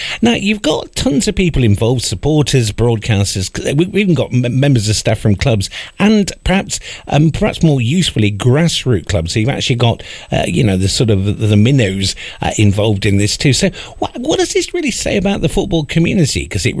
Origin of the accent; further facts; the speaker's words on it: Derby, East Midlands, United Kingdom; I'm from Derby, so the bit about Nottingham Forest is...